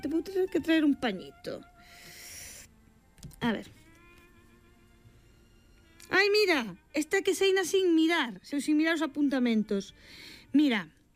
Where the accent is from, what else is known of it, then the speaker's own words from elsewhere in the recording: Cedeira, Galicia, Spain; os que somos de Cedeira pensamos en Cedeira